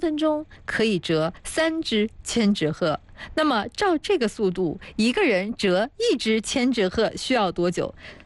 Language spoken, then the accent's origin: Chinese; Anhui, China; 向世人展示我们安徽人灌蛋的实力